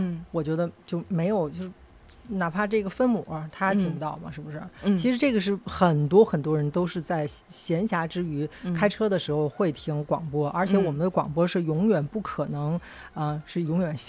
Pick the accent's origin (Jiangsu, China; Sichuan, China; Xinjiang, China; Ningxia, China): Xinjiang, China; Urumqi; born there; now in Beijing, China; 陕西，然后生在乌鲁木齐，所以都是西北人。